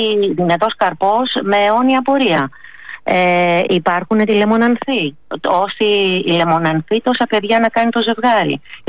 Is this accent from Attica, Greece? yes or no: yes; Kalyvia, Attica, Greece; Επειδή είμαι από τα Καλύβια, έχουμε βαστίξει χαμηλό τελεστή δόμησης και αυτό είναι πολύ καλό για τα Καλύβια.